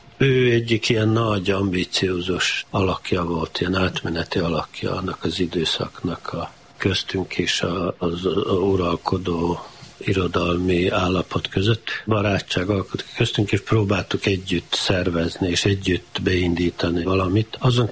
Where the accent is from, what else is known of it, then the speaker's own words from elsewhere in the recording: Kanjiža, Vojvodina, Serbia; Mert Kanizsán volt az írótábor, és nyarantán az írók mindig Kanizsán voltak, tehát a szülővárosomba eljött a vajdasági irodalom